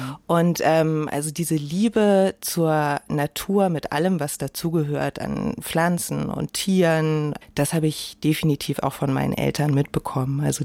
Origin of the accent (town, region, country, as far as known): Berlin, Germany; born or raised there